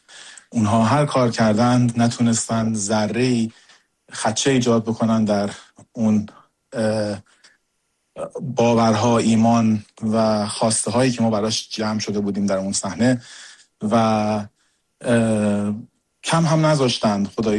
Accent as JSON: {"language": "Persian", "country": "Iran", "tie": "born or raised there", "moved": "yes", "said": "علی رضا و من کسانی هستیم که در ایران به دنیا اومدیم، در اونجا بزرگ شدیم، سختی ها و مرارت ها و مشکلات اونجا رو تجربه کردیم و بعد اومدیم اینجا"}